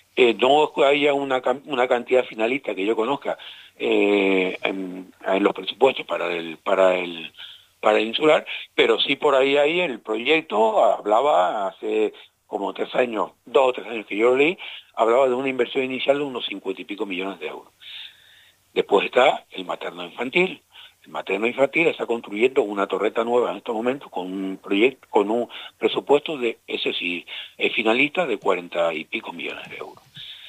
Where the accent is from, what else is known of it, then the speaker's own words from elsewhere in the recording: Canary Islands, Spain; somos las Islas Canarias.